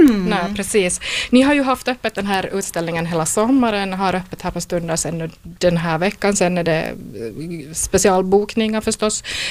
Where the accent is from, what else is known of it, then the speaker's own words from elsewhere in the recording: Korsnäs, Ostrobothnia, Finland; born there; jag är född i Korsnäs